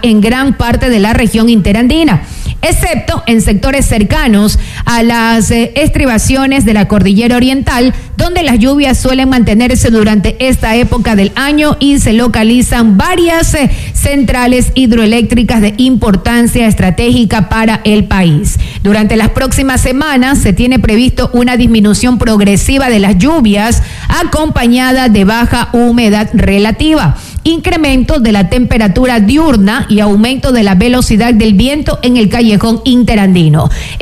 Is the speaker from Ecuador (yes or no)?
yes; Ecuador; Como buen ecuatoriano, todo dejamos a última hora